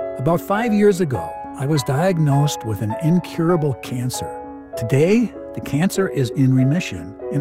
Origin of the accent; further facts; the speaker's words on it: Minneapolis, Minnesota, United States; I'm from Minneapolis.